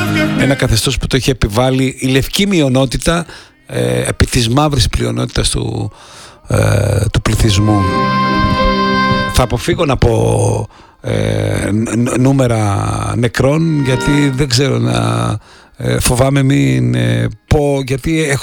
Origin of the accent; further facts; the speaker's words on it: Greece; Και εμείς πρέπει να το ξέρουμε ως Έλληνες αυτό, ε.